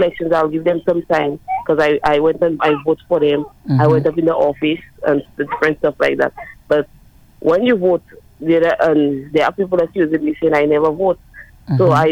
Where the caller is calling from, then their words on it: St. Lucia; I'm from Roseville, South Street.